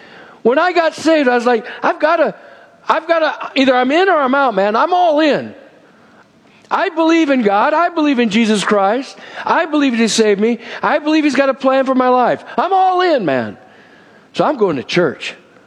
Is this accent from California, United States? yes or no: yes; West Covina, California, United States; You know, where I grew up in West Covina, California, Southern Cal, it's about probably 30 to 40 minutes from L.A., going east, known as the San Gabriel Valley.